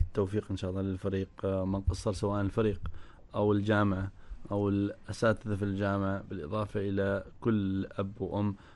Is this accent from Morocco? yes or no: no; Oman; عندنا في عمان